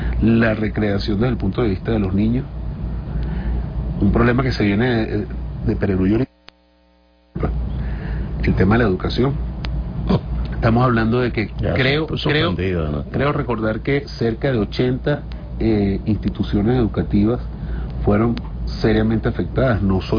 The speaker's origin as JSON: {"language": "Spanish", "country": "Venezuela"}